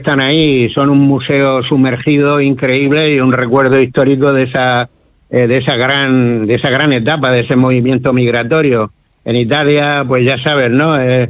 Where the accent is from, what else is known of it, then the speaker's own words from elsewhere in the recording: Spain; los gallegos, que somos los españoles